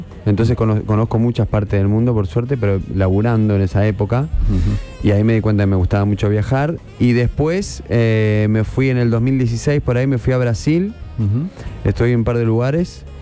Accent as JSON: {"language": "Spanish", "region": "Córdoba", "country": "Argentina", "said": "Y hace soy cordobés, lo que pasa es que no puedo decir estribillo"}